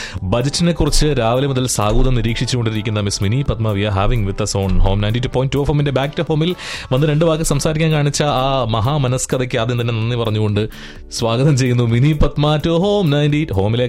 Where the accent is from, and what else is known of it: Kerala, India; moved away